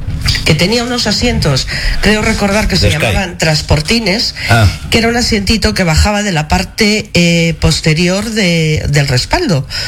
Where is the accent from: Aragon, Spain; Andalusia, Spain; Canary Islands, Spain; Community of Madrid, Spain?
Community of Madrid, Spain; Madrid; yo vivía en la calle Ortega y Gasset 45.